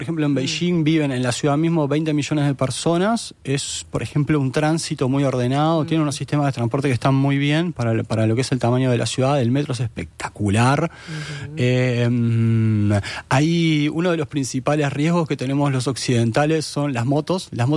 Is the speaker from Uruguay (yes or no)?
yes; Uruguay; uno como uruguayo no puede dejar de pensar qué pasaría en Uruguay